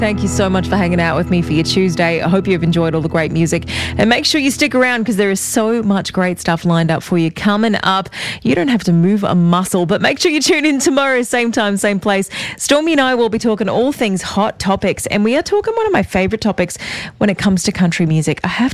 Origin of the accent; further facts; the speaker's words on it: Australia; he happens to have grown up in my hometown here in Australia.